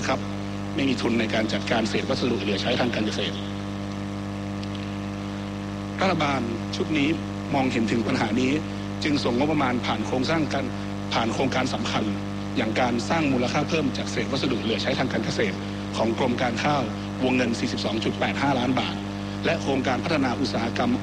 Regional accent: Northern Thailand, Thailand; ผมเองในฐานะคนเหนือส.ส.ภาคเหนือ

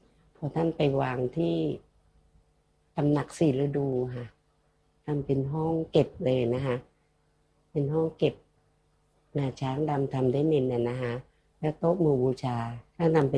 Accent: Bo Phloi, Kanchanaburi, Thailand; born there; ฉันเกิดที่อำเภอบ่อพลอยใช่ไหมคะ

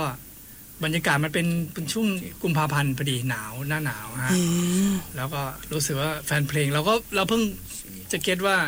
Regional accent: Chiang Mai, Thailand; ผมอะพอมาเป็นคนเชียงใหม่แล้วก็รู้สึกว่าเราเป็นเจ้าภาพเจ้าบ้านเราก็เลยงั้นก็ครบรอบ30ปีเราก็ควรจะกลับมาจัดที่เชียงใหม่บ้านของผม

